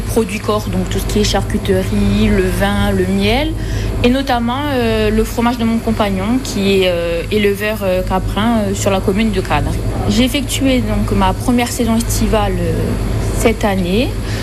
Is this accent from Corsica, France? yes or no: yes; Pietracorbara, Corsica, France; moved away as an adult; now in Canari, France; À la base, je suis de Pitra Corba. Je travaille sur Bastia dans un hôtel-restaurant. Ça fait 2 ans que je suis sur Cahanary. Je me suis installée ici avec mon compagnon depuis 2 ans.